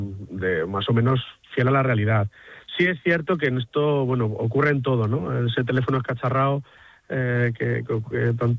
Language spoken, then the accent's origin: Spanish; Madrid, Community of Madrid, Spain; born there; Mi padre nació en el pueblo y yo soy de esa generación de hijos del éxodo rural, que nací en Madrid y que hace casi ya 10 años decidí volver junto a mi mujer